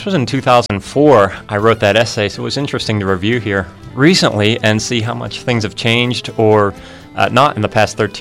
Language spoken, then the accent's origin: English; Pittsburgh, Pennsylvania, United States; I grew up in the West End.